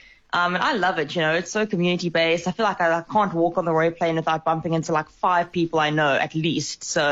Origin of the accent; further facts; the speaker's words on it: Johannesburg, Gauteng, South Africa; And especially for me, I'm from Joburg, out of province.